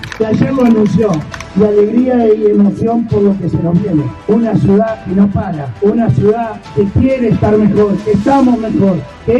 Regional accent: Santa Fe, Argentina; como santafesino, como ex deportista y como intendente

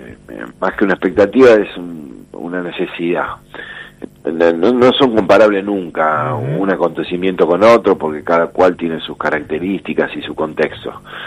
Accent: Santa Fe, Argentina; Los santafesinos tenemos que estar orgullosos

